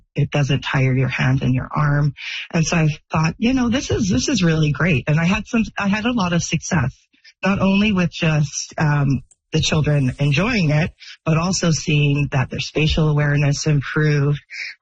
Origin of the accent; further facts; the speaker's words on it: British Columbia, Canada; I grew up in just outside Vancouver.